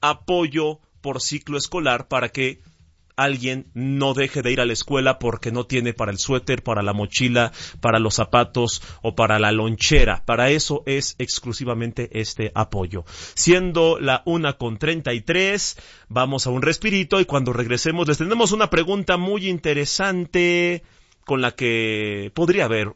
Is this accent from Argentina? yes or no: no; Mexico